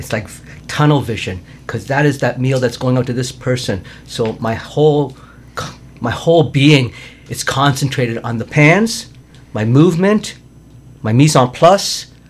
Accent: Hamilton, Ontario, Canada; also born or lived in Toronto; Growing up in Hamilton, you know, by the time I was 18

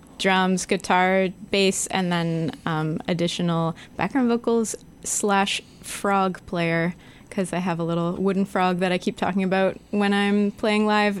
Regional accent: Burlington, Ontario, Canada; I'm from Burlington, so I've been going my whole life.

